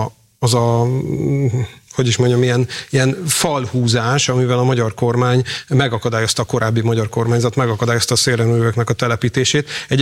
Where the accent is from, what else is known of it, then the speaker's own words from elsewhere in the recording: Hungary; a magyarokról szokták mondani, hogy híresek, hogy a bajban azért nagyon tudunk összetartani